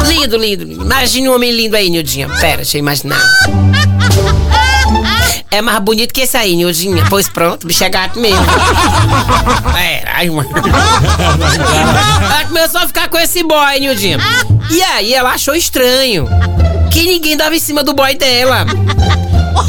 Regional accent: Northeast Brazil, Brazil; nós somos nordestinos

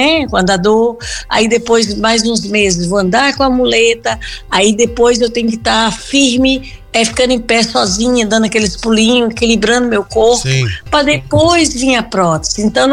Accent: Galileia, Minas Gerais, Brazil; born or raised there

